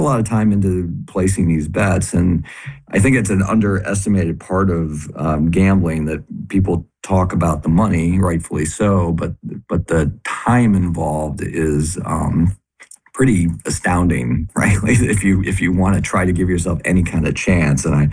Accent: Cleveland, Ohio, United States; I'm a Cleveland sports fan, born and raised.

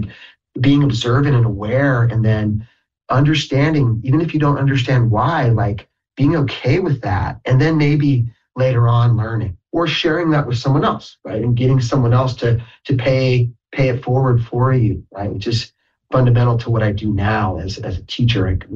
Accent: Chico, California, United States; even though growing up in Chico and growing up around kids whose parents were professors

